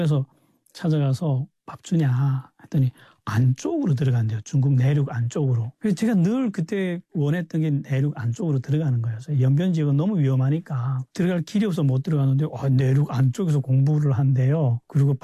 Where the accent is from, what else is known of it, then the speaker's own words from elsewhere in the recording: North Korea; 너도 북한에서 왔어?